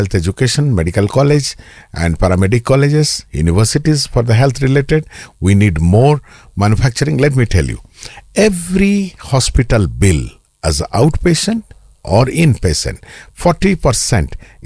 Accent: Kenya; born there; also born or lived in India; The mother who brought me, gave me birth is India, yes. But the mother who brought me up is Kenya.

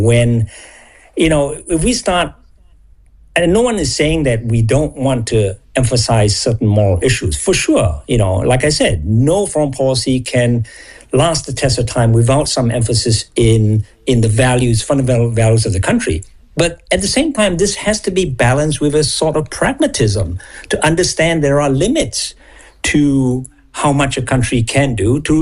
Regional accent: Singapore; moved away as an adult; also born or lived in United States; No, I did all my university degrees in the States, but I'm actually from Singapore. Grew up there.

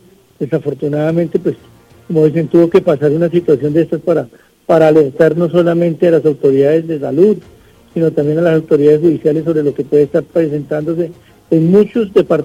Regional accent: Norte de Santander, Colombia; he tenido la oportunidad de recorrer los 40 municipios de este departamento. Soy oriundo de acá, defiendo mi tierra

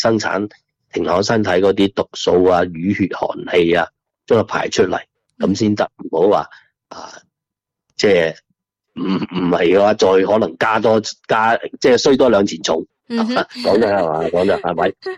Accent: Guangdong, China; 我哋广东人啊

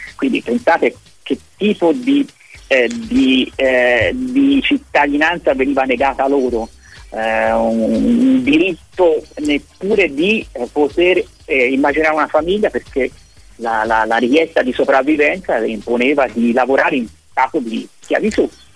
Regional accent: Florence, Tuscany, Italy; moved away as an adult; now in Cagliari, Italy; per chi come me è un forestiero e sentirà dall'incedere del mio parlato. Io sono fiorentino, ma mi sento cagliaritano a tutti gli effetti da più di 25 anni.

